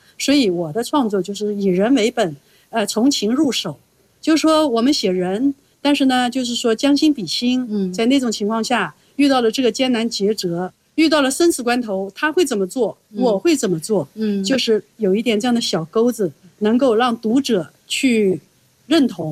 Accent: Anyuan, Jiangxi, China; moved away; 那么我老家安远，他也牺牲了很多革命烈士，

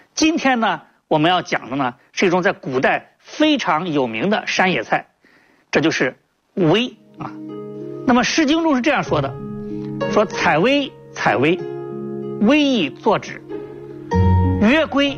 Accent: China

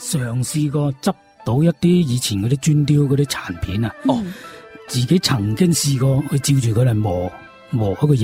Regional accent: Panyu, Guangdong, China; 因为我生于番禺沙湾，沙湾古镇，我自细接触嘅好多建筑都系旧建筑

